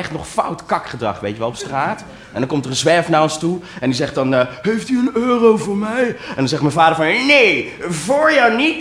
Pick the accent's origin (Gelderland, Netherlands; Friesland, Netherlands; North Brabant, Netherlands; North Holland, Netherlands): North Holland, Netherlands; Maar ik ben opgegroeid in het Gooi, snap je?